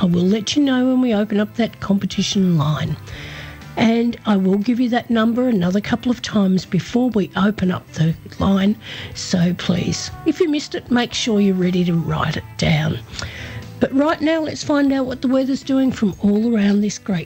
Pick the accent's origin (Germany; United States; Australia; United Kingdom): Australia; Horsham, Victoria; coming to you this morning from my hometown of Horsham, where I'm a volunteer presenter at my local community radio station, Triple H.